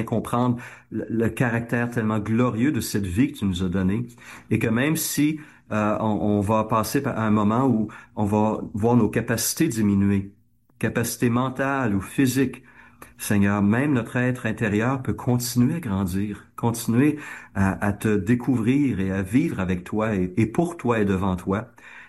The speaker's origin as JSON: {"language": "French", "region": "Quebec", "country": "Canada", "said": "on confesse et on te demande pardon en tant que Québécois et Canadiens"}